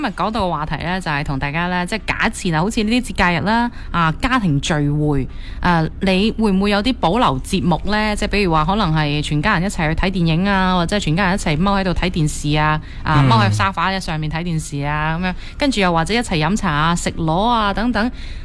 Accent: Guangdong, China

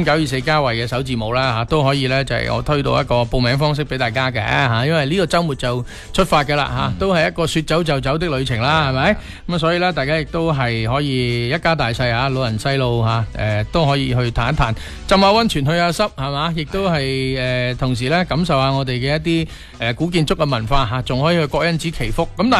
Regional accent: Guangdong, China

